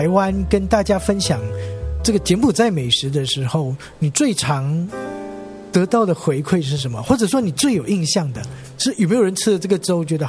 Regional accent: Malaysia; 我是马来西亚人嘛

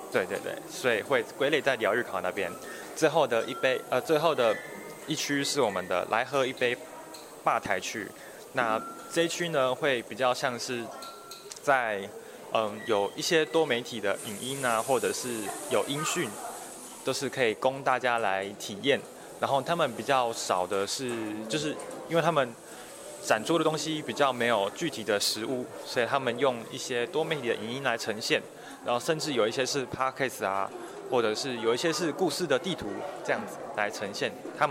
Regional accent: Kaohsiung, Taiwan; moved away as an adult; now in Taitung, Taiwan; 因为我是高雄人，我在西部的时候，我甚至不常走出我家里

